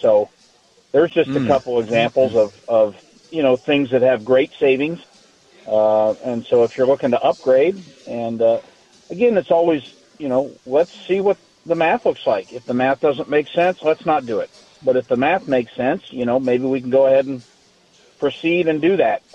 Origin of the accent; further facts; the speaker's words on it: Watseka, Illinois, United States; moved away; my hometown in Watseka